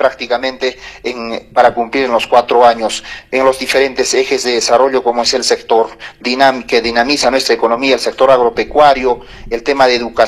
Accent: Bolivia; Chalhuanca, mi tierra natal, Jancocala, de Jancocala yo soy, toda … está invitado

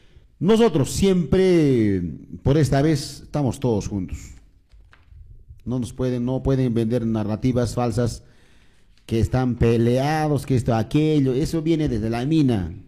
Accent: Peru; que tenemos que enfrentar o afrontar como peruanos durante los 5 años.

